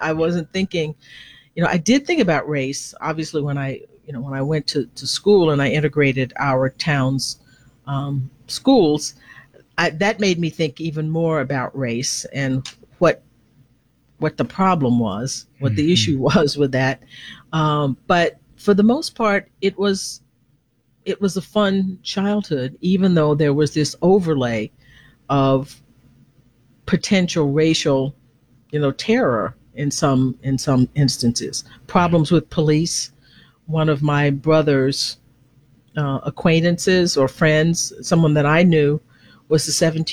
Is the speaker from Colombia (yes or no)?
no; Conroe, Texas, United States; also born or lived in Livingston; When I first moved there, I moved, I was born in Livingston, Texas, about 50 miles northeast of there. But my parents moved to Conroe when I was about 6 months old.